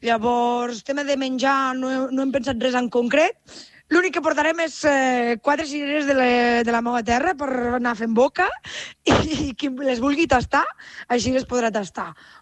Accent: Catalonia, Spain; la zona de Lleida, d'on sóc jo.

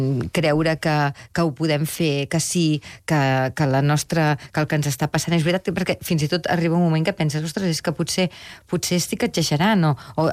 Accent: Catalonia, Spain; A veure, el primer que vaig fer van ser els Pastorets, com a bona catalana.

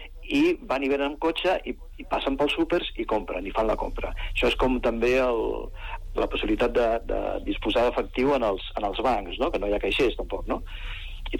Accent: Barberà de la Conca, Catalonia, Spain; jo vinc de Barberà de la Conca, que és un municipi que té 426 habitants. És a dir, conec una mica la situació.

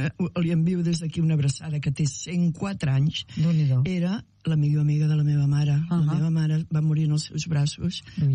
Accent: Calella, Catalonia, Spain; Mira, vaig néixer a Calella, vaig estudiar a Calella, em vaig enamorar a Calella. Vaig ser filla de dos artistes de Calella.

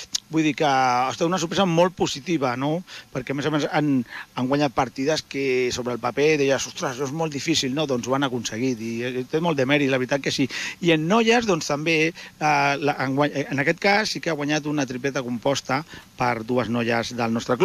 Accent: Rubí, Catalonia, Spain; pels que som de Rubí

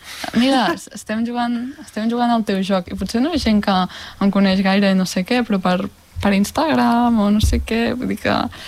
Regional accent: Terrassa, Catalonia, Spain; Jo soc de Terrassa, tu ets de Tarragona

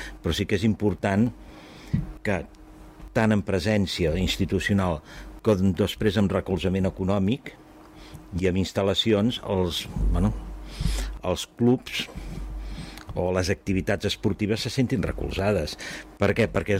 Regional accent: Badalona, Catalonia, Spain; jo sóc de Badalona.

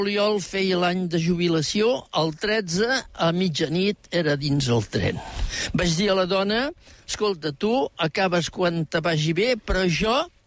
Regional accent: Collioure, Occitania, France; moved away as an adult; also born or lived in Paris; jo sóc fill d'aquesta terra.

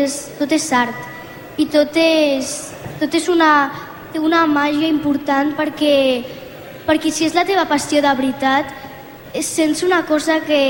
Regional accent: Sant Boi de Llobregat, Catalonia, Spain; per Sant Boi a mi m'encanta, són les meves arrels, Sant Boi, i és el meu poble i ho estimo moltíssim.

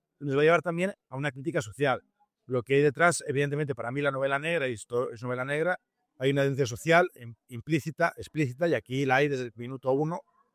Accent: Zamora, Castile and León, Spain; yo vengo de fuera del mundo del mar, yo vengo de Zamora, del interior, y yo no vivo del mar, mi familia no vive del mar.

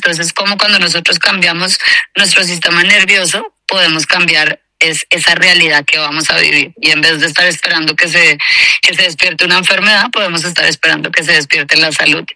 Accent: Mexico City, Mexico; yo vengo de México. Ciudad de México es un lugar donde, pues básicamente eso no es oxígeno, es dióxido de carbono.

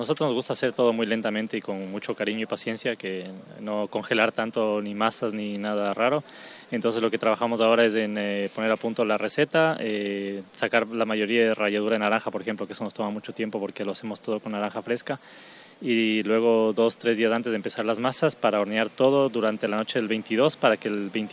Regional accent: Ecuador; now in Castelldefels, Spain; Yo soy ecuatoriano también, así que es una historia bastante bonita porque es una buena coincidencia estar aquí en Castelldefels siendo ecuatoriano y que esta historia tenga un cacao ecuatoriano.

